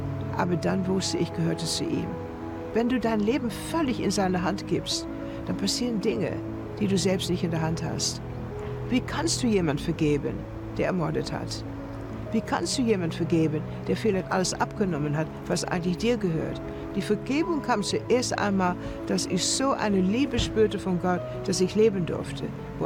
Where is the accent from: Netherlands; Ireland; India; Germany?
Netherlands; born there; German is a second language; Ich bin geboren in Holland. Ich bin ein Holocaust-Überlebende.